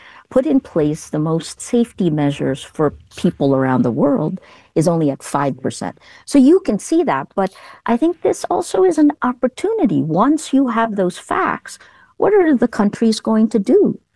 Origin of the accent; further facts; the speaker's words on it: Philippines; English is a second language; This is me, right? Because I come from the Philippines.